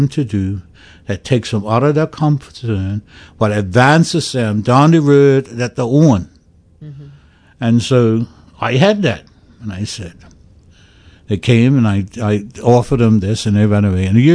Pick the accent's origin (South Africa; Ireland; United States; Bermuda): Bermuda; Somerset, Sandys Parish; They're from Somerset, I'm from Somerset, and so the families are connected.